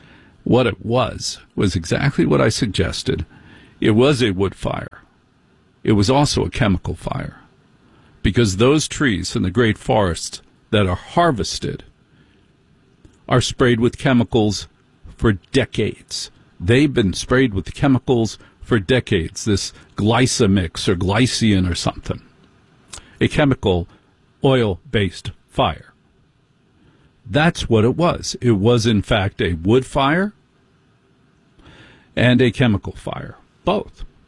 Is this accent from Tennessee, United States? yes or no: no; New Jersey, United States; I'm from Jersey.